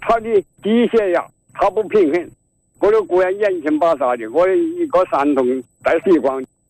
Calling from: Xiaochang, Hubei, China; 我是小昌人。

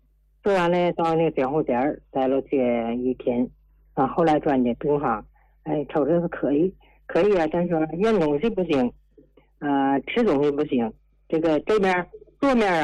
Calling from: Tianjin, China; 我家是天津临河。

